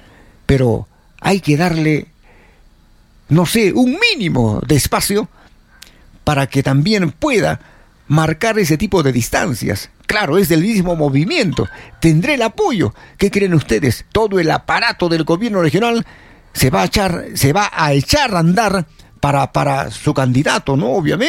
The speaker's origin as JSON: {"language": "Spanish", "region": "Arequipa", "country": "Peru", "said": "Que como arequipeños tengamos que tomar la última y la mejor decisión, esperemos."}